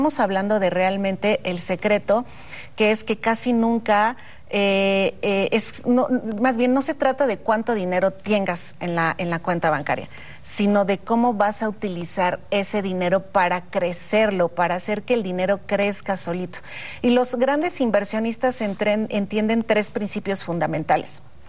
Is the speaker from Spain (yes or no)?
no; Mexico; en México nosotros tenemos, digamos, estas virtudes, nuestro clima, nuestra tierra fértil.